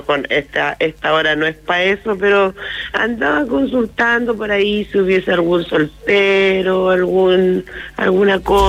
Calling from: Curicó, Maule, Chile; Pero soy de Bombero Garrido.

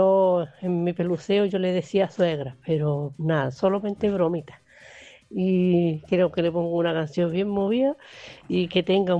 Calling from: Chile; de aquí de La Tuna.

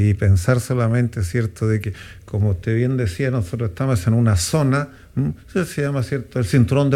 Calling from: Chile; nosotros como chilenos

